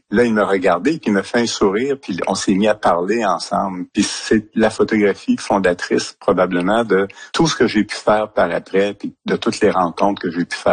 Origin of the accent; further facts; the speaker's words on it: Quebec City, Quebec, Canada; parce que je suis originaire de Québec.